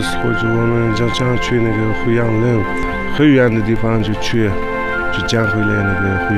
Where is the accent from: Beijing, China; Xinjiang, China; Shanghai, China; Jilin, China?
Xinjiang, China; Hotan; 我们新疆人，特别和田人，就很喜欢这个胡杨水、胡杨泪变成的这个碱，做的这个胡杨拉面。